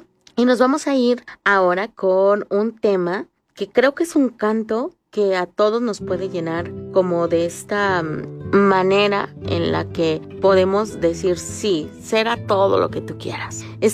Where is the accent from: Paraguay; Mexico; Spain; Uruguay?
Mexico; nosotros como mexicanos de mexicanos